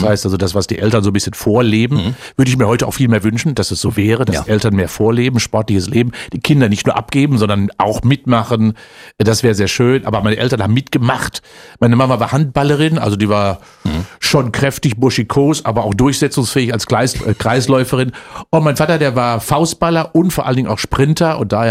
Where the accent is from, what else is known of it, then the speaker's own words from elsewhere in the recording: North Rhine-Westphalia, Germany; Tegeheerenwerbe ist ein Dorf in der Nähe von Unna. Mhm. Das ist also in Westfalen, also Dortmund. Deswegen bin ich auch BVB-Fan natürlich, weil als Schwarz-Gelber wirst du geboren da.